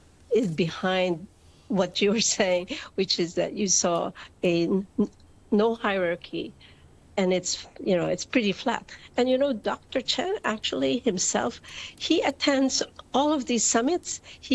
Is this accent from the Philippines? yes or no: yes; Philippines; moved away; I grew up in the Philippines, so I'm from the region